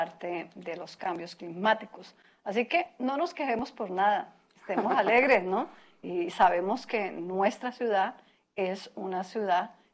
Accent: Cúcuta, Norte de Santander, Colombia; y si somos cucuteños

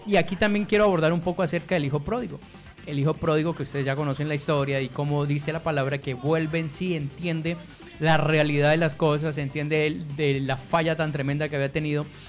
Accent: Cúcuta, Norte de Santander, Colombia

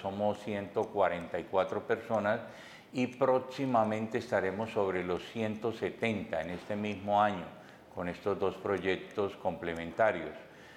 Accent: Cúcuta, Norte de Santander, Colombia; also born or lived in Santander, Colombia; una persona nacida en Santander del Sur, desde muy pequeño radicado en Cúcuta. Soy más ciudadano de Cúcuta.

